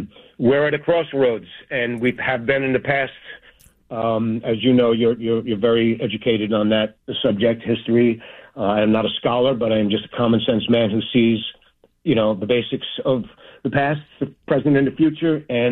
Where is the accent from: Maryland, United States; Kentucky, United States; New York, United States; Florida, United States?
New York, United States; New York City; I am going to miss my hometown of Staten Island because I'm there every year in the parade, small town USA.